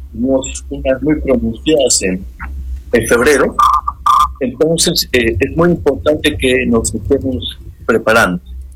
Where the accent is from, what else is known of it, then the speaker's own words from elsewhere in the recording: Arequipa, Peru; Yo soy de Arequipa, cuando era niña